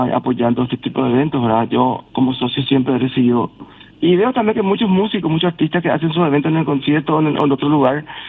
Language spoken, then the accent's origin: Spanish; Salto del Guairá, Canindeyú, Paraguay; Todos somos gente aquí de Saltos del Guaira.